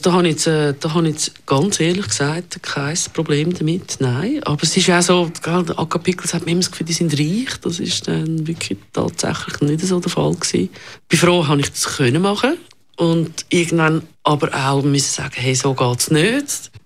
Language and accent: German; Zurich, Switzerland; Also ich kenn, man muss wissen, ich bin im Niederdorf aufgewachsen.